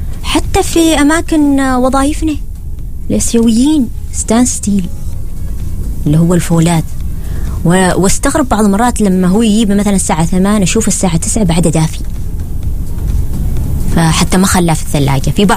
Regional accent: Oman; حتى اللي يعيبني في بعض من المدارس هنا عندنا في عمان

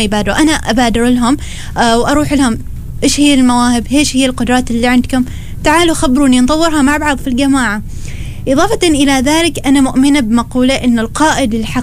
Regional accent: Oman; كيف نحن كعمانيين

